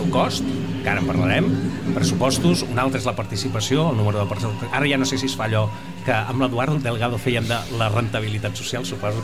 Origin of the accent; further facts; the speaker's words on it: Barcelona, Catalonia, Spain; jo que sóc del Guinardó, el millor barri del món, puc anar, per exemple, i descobrir la Trinitat